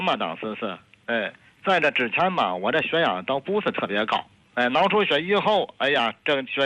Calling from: Hongqiao, Tianjin, China; 哎，我是天津红桥的患者。

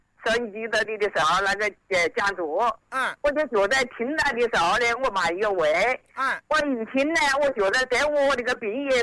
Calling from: Wuhan, Hubei, China; 我在武昌。

